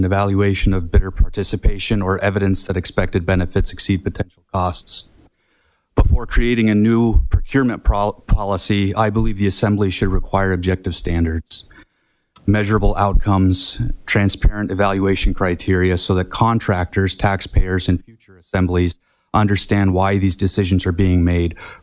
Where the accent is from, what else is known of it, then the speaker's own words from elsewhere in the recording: Fairbanks, Alaska, United States; I was born and raised in the Fairbanks North Shore Borough. For the past 2 decades, I have lived and worked in this community as a finance professional.